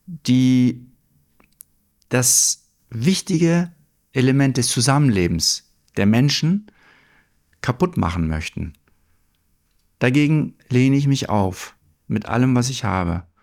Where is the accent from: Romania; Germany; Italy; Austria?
Germany; Ich bin ja aufgewachsen in Deutschland und bin in der Schule in Geschichte sehr mit der deutschen Geschichte konfrontiert worden, was ja persönlich mit mir und mit meiner Herkunft nichts zu tun hatte.